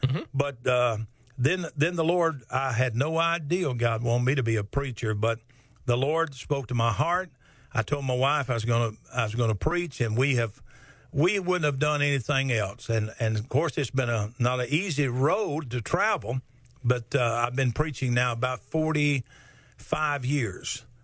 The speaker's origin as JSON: {"language": "English", "town": "Chattanooga", "region": "Tennessee", "country": "United States", "tie": "born or raised there", "also_born_or_lived": "Arkansas / Texas / Indiana / Radford, Virginia", "moved": "as an adult", "lives_now": "Tennessee, United States", "said": "I was in, first of all, Arkansas, Texas, Indiana, and then Virginia, and now Tennessee. I was born and raised in Chattanooga, grew up there"}